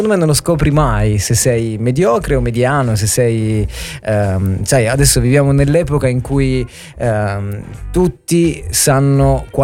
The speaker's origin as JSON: {"language": "Italian", "town": "Altamura", "region": "Apulia", "country": "Italy", "tie": "born or raised there", "moved": "yes", "said": "Sono di Altamura, provincia di Bari. Facevo l'università lì, ho fatto l'università giù. Cioè, io non sono quel pugliese che dice... sono pugliese perché ho il nonno"}